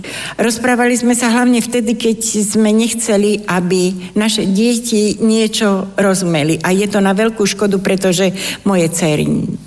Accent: Očová, Banská Bystrica Region, Slovakia; first language Romani; Slovak is a second language; moved away as an adult; now in Banská Bystrica, Slovakia; som z Banskej Bystrice, kde som sa pred niekoľkými rokmi vydala a pochádzam z veľmi peknej malebnej dedinky Očová.

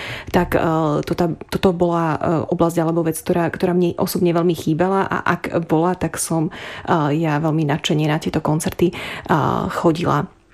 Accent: Košice, Košice Region, Slovakia; stále pretrváva aj pocit, že je komornej hudby u nás v Košiciach málo

